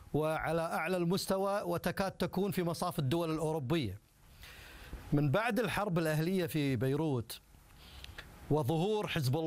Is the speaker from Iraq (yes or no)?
yes; Iraq; لكن للأسف نحن دائما من العراق أستاذ عدنان أستاذنا الفاضل